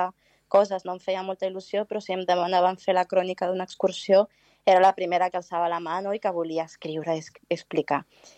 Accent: Valencian Community, Spain; jo vaig créixer al País Valencià, a la província de Castelló, pensant que era una més d'aquesta societat, no?, heterogènia i diferent

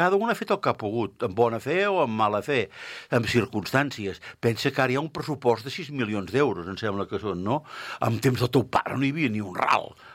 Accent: Catalonia, Spain; jo soc de Can Fidué, tu. Llavors vaig anar a viure al carrer Tomàs Borrell. Ara foto una casa allà davant, tu, allà a Can Prat

